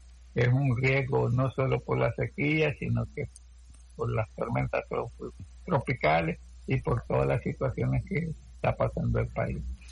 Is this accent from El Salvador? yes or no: yes; El Salvador; como buenos salvadoreños, seguir produciendo para garantizar la comida o la alimentación en las ciudades.